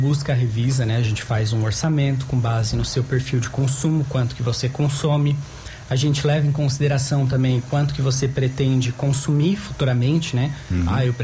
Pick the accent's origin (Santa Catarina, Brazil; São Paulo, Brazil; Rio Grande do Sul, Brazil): Santa Catarina, Brazil; Caputera; Isso mesmo, sou de Caputera, atuo aqui na região, né, principalmente.